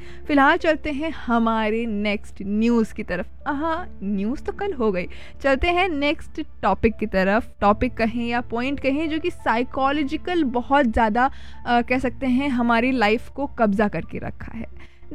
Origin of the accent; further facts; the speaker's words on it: Uttar Pradesh, India; अब देखिए अगर हम उत्तर प्रदेश से हैं